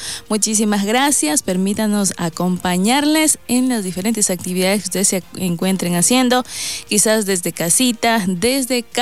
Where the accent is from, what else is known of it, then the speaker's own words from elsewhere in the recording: Ecuador; estamos como ecuatorianos muy emocionados